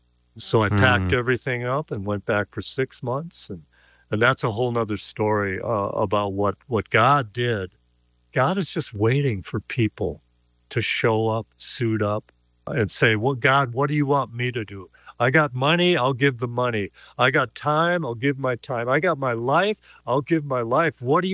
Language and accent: English; Texas, United States; I'm from Texas. I got it made in Texas is the land of milk and money